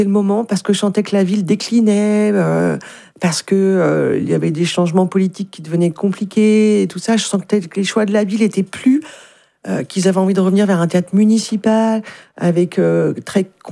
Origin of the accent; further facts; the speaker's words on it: Le Mans, Pays de la Loire, France; born there; Moi, je suis née au Mans, et donc j'ai été baignée, j'ai été éduquée par le Repas Jazz Festival.